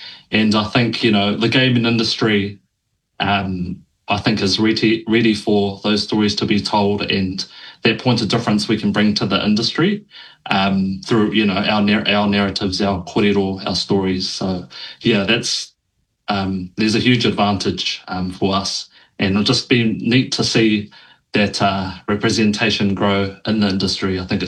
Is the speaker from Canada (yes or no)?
no; Tauranga, Bay of Plenty, New Zealand; now in Auckland, New Zealand; I'm a junior Māori indie game developer. I'm from Tauranga, but I lived in Auckland studying game design